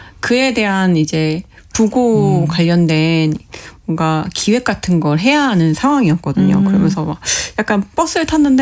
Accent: South Korea; 저는 이제 한국인이니까

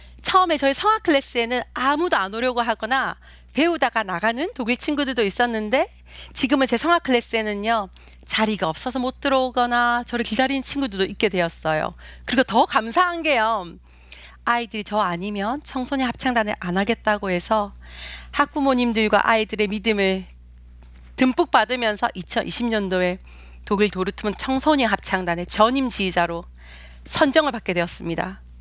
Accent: South Korea; moved away as an adult; now in Germany; 외국인이 우리나라에 와서

